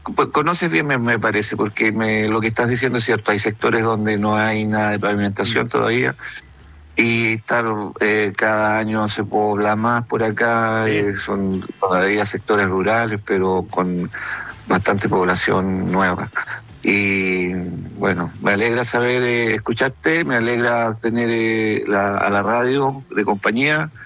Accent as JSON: {"language": "Spanish", "town": "Panguipulli", "region": "Los Ríos", "country": "Chile", "tie": "born there", "also_born_or_lived": "Santiago", "moved": "yes", "lives_now": "Laguna Verde, Chile", "said": "cuando era niño, porque yo nací en Panguipulli, un cariño a Panguipulli, en el sector de Ancacumoe, que es un sector bien rural"}